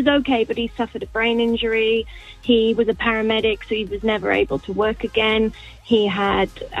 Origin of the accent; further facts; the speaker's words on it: Wales, United Kingdom; moved away; Yeah, so I'm originally from Wales in the UK.